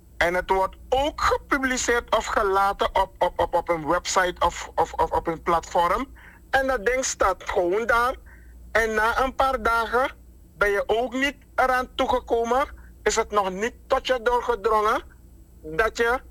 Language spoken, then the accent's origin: Dutch; Suriname; we zijn Surinamers.